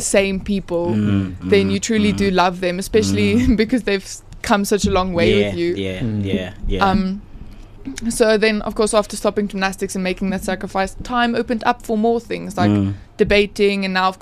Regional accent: Johannesburg, Gauteng, South Africa; I think I'm a bit of a city girl. I'm from Parktown North in Johannesburg.

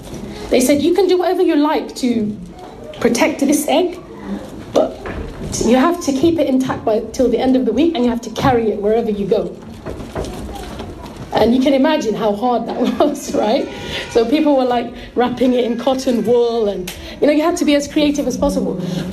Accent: London, United Kingdom; born there; I went to a girls' school in Barnet.

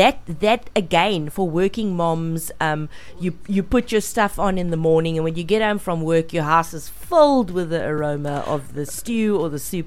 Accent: England, United Kingdom; I'm English, so I'm gonna do the mingles thing.

